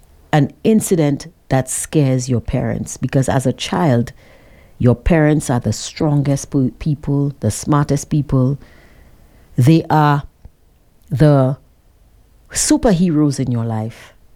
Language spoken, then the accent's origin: English; St. Lucia; born there; I was born in Cicero, but I didn't spend most of my life there.